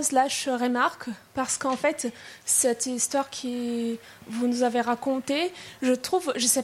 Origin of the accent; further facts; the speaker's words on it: Brazil; now in France; Moi, je suis brésilienne et je trouve que ça m'arrive en France tout le temps.